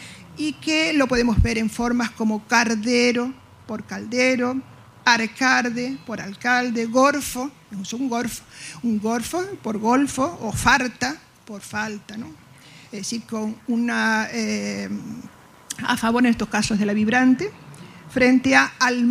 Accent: La Palma, Canary Islands, Spain

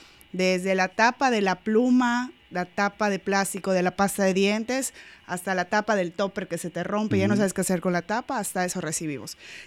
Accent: Yucatán, Mexico; a los que somos yucatecos

